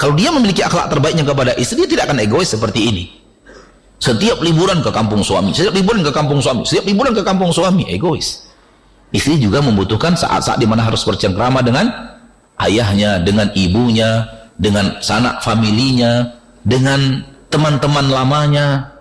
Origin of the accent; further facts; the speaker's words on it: Pekanbaru, Riau, Indonesia; Saya orang Pekanbaru, sehingga penilaian saya terhadap kalimat lu dan gue, penilaian orang Pekanbaru. Sementara saya sekarang berada di Blok M, Jakarta.